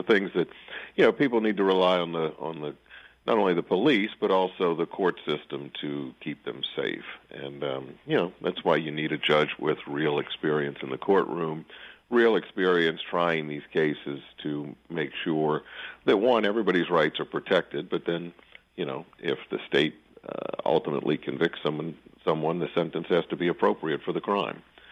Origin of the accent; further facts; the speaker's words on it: Jefferson Parish, Louisiana, United States; I am born and raised in Jefferson Parish. I've raised my children here. My mom and dad are in their 80s. They're still here, as are my brothers and their families and my nephews and nieces.